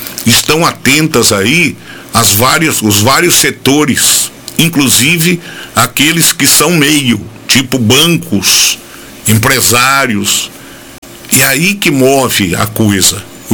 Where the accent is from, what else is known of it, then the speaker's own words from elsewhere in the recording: Brazil; Nós somos brasileiros e é aqui que é o nosso lugar.